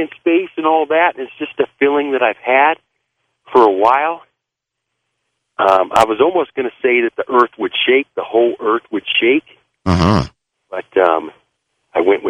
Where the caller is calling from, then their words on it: Aurora, United States; from Aurora.